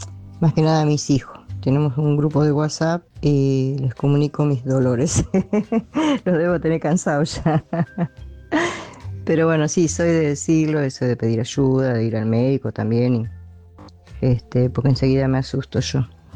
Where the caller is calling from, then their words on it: Trenque Lauquen, Buenos Aires Province, Argentina; de Trenquelauquen